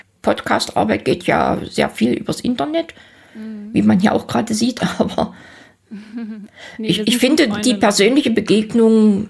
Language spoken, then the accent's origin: German; Halle, Saxony-Anhalt, Germany; und die meiste Zeit meines Lebens habe ich eben hier in Halle verbracht. Und wie gesagt, ich liebe meine Heimatstadt.